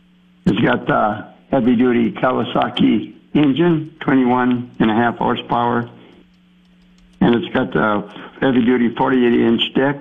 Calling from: Rock Valley, Iowa, United States; from Rock Valley, Iowa.

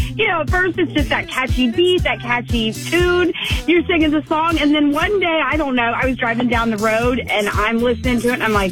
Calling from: Moncks Corner, South Carolina, United States; from Monk's Corner.

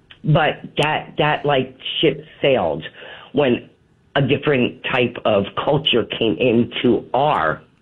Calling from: New Jersey, United States; I'm from New Jersey.

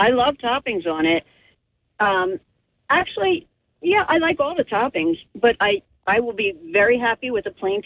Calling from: Pennsylvania, United States; I'm from Pennsylvania

